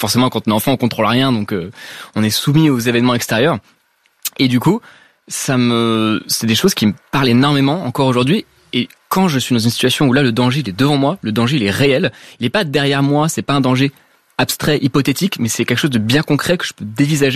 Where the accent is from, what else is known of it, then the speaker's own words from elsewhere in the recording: Paris, Île-de-France, France; Alors, j'ai grandi à Paris. Donc du coup, bon, j'ai grandi autour des gratte-ciels, avec pour source d'inspiration ce que je voyais devant moi, donc les bâtiments haussmanniens, les grands gratte-ciels du 13e arrondissement.